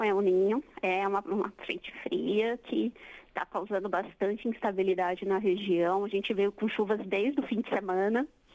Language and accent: Portuguese; São Paulo, Brazil; Eu sou de São Paulo.